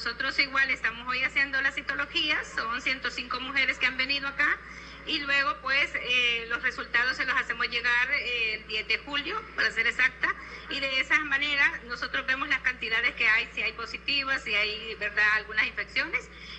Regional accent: Talanga, Francisco Morazán, Honduras; born there; Buenos días a todo el pueblo de Talanga, mi pueblo, ¿verdad?, que me vio nacer.

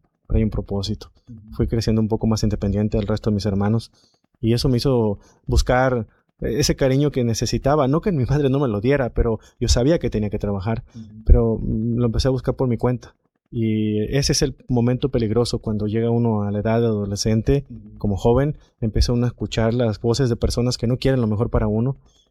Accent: Sinaloa, Mexico; born there; Nací en Sinaloa, México.

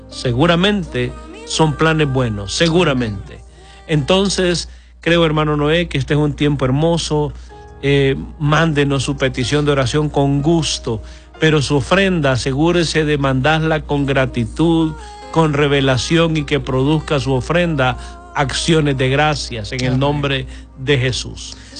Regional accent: Olancho, Honduras; Yo crecí ahí en Olancho, compartiendo el patio de mi casa con el patio de mi abuela, de la casa de mi abuela.

